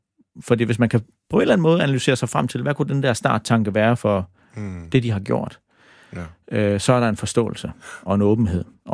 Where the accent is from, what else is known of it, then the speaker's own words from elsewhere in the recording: Sønderborg, Region of Southern Denmark, Denmark; jeg er vokset op i Sønderborg. Helt normal middelklasse hjem.